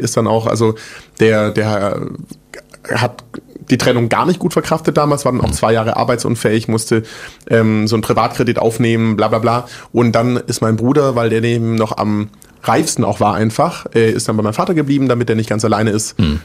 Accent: Großbottwar, Baden-Württemberg, Germany; also born or lived in Stuttgart / Frankfurt; Ich bin mit allem drum und dran, glaube ich, der Vorzeigeschwabe. Genau, ich bin in Stuttgart geboren, bei so einem Kaff aufgewachsen, das heißt Großbottwar.

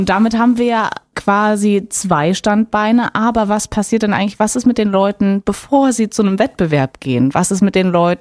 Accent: Potsdam, Brandenburg, Germany; accent: Potsdam High German; ich mach den Potsdamer Hochdeutsch.

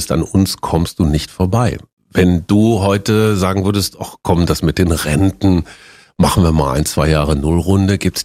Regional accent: Münster, North Rhine-Westphalia, Germany; Die städtischen Bühnen in Münster, meiner Heimatstadt in Westfalen, lagen direkt gegenüber vom Verlagsgebäude der Münsterischen Zeitung.

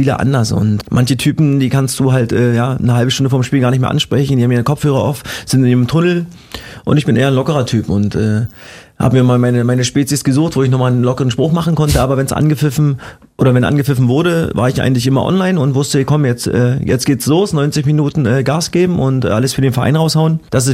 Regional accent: Cottbus, Brandenburg, Germany; born there; Also ich bin gebürtiger Cottbusser und ich war in meiner ganzen Fußballkarriere nie weiter weg als 100 Kilometer.

